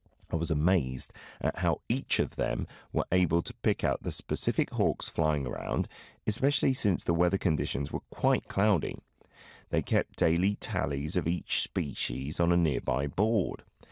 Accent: United Kingdom; moved away as an adult; now in Korea; as a Brit here in Korea

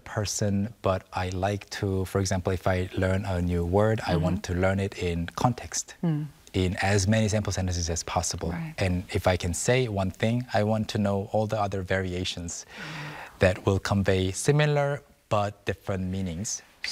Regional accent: South Korea; born there; English is a second language; I had to learn English the hard way in Korea, almost by myself.

